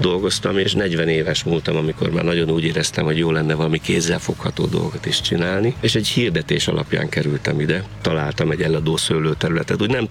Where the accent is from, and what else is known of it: Jánoshalma, Bács-Kiskun, Hungary